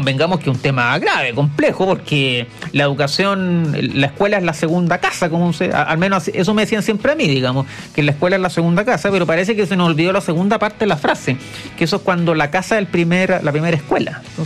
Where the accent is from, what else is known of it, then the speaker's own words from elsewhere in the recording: Talca, Maule, Chile; Saludo a mi ciudad natal, siempre, Talca